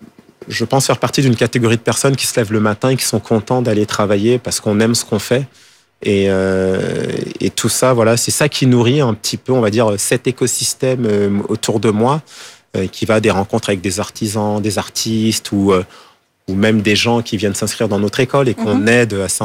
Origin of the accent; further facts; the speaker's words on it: Île-de-France, France; also born or lived in Paris; J'ai grandi, je suis né à Paris 18e, mais j'ai grandi en banlieue.